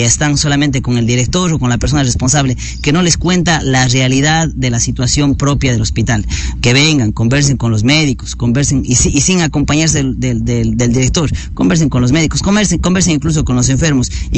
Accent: Sucúa, Morona Santiago, Ecuador; yo soy concejal del Cantón Sucúa

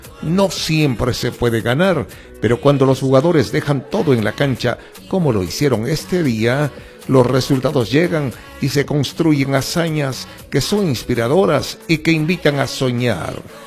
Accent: Ecuador

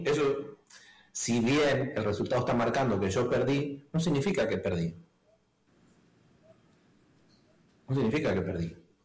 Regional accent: Argentina; born there; No me hubiera dicho hincha del equipo que me hice de pequeño en Argentina.

